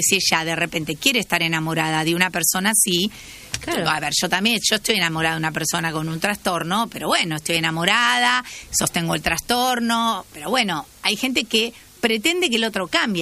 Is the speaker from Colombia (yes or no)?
no; Núñez, Buenos Aires, Argentina; Claro, yo soy de Núñez.